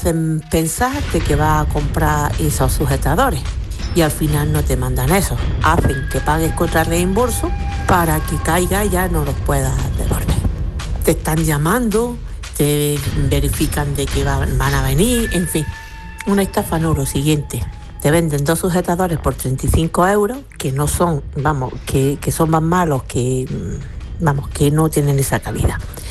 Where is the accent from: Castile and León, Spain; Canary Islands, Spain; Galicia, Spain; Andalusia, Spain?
Andalusia, Spain; Granada; now in Padua, Italy; Vale, soy de Granada y vivo en Padua. Super fan vuestra.